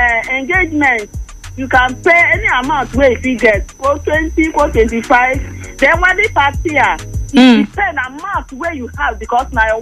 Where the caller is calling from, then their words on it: Kogi, Nigeria; Okay, I'm from Kogi State.